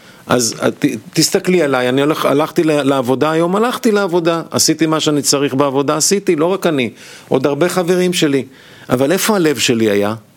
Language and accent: Hebrew; Kiryat Gat, Southern District, Israel; also born or lived in Haifa; הוא בא ממרוקו וההורים שלי עלו מהונגריה. הוא גר בחיפה ואני גדלתי בקריית גת.